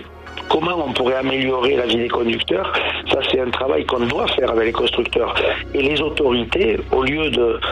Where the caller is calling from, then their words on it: France; Moi, je suis de Chambon